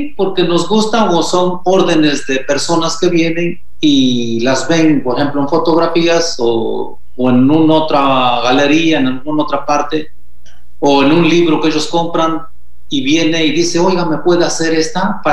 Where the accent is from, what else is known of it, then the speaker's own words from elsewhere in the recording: Santa Cruz Xoxocotlán, Oaxaca, Mexico; Santa Cruz, Jocotlán, que es nuestra cabecera municipal